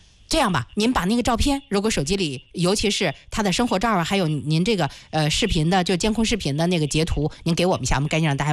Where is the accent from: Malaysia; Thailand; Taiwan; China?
China; Hebei; 咱河北人